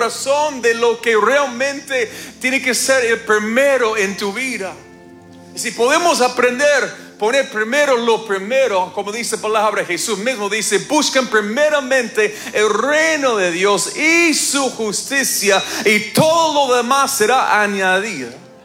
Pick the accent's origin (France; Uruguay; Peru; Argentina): Argentina; Digo ganamos porque también soy argentino